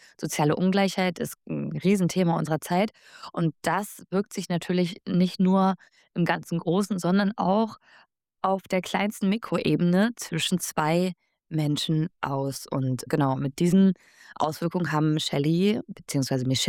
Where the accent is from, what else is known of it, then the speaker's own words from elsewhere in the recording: East Germany, Germany; meine eigene Biografie und Erfahrung als junge Frau, die aufgewachsen ist in Ostdeutschland. Und dann bin ich nach Leipzig gezogen und habe am Literaturinstitut studiert